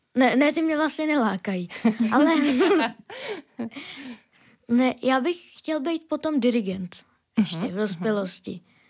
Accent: Jičín, Hradec Králové Region, Czechia; znám se s takovým panem varhaníkem u nás v Jičíně

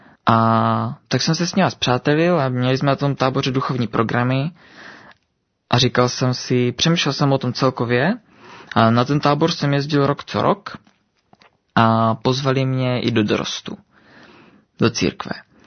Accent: Vsetín, Zlín Region, Czechia; born there; narodil jsem se na Vsetíně, v srdci Valašska

